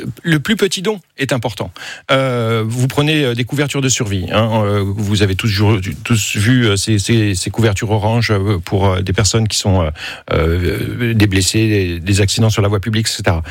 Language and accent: French; France; moi ça fait 20 ans que je suis à la Croix-Rouge